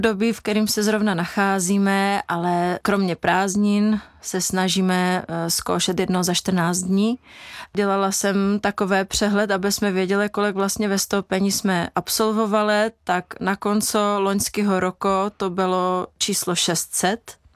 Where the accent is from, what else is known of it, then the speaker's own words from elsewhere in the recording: Olomouc Region, Czechia; also born or lived in Litovel; jako Hanačka se cítím od malička.